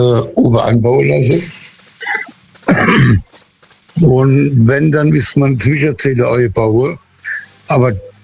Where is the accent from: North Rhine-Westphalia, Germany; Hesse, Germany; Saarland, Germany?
Hesse, Germany; Ich bin eigentlich aus der Nähe von Biblis.